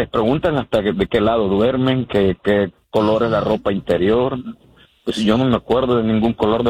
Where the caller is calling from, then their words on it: Houston, Texas, United States; estoy en Houston, me muevo de 20 minutos, digo 20 millas alrededor de la ciudad de Houston